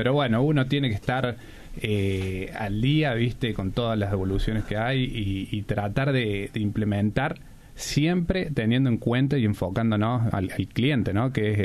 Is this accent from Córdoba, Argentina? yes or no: yes; Córdoba, Argentina; born there; tuvo un montón de cosas aquí en Córdoba, porque nosotros nacimos en Córdoba